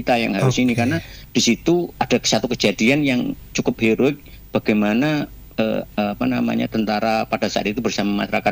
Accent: East Java, Indonesia; kita, warga Jawa Timur ini

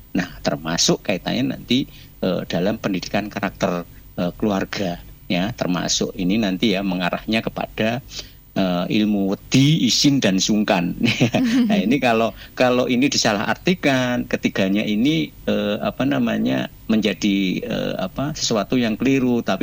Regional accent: Java, Indonesia; kita ini orang Jawa

